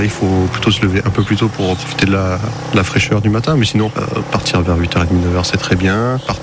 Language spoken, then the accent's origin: French; Auvergne-Rhône-Alpes, France; je suis natif de Haute-Loire, maintenant j'habite dans la Loire, donc je connais bien le secteur